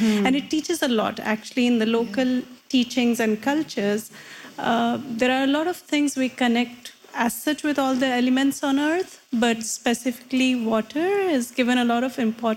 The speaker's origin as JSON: {"language": "English", "country": "India", "said": "like I come from India, and in India, water is, it's treated as a goddess."}